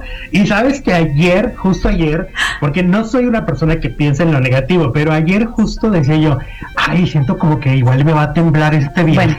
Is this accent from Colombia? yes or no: no; Ciudad Juárez, Chihuahua, Mexico; soy norteño de los que no sabe nada de temblores.